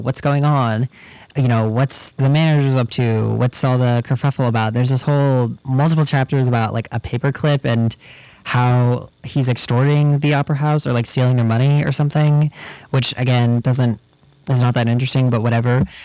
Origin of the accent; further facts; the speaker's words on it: United States; as an American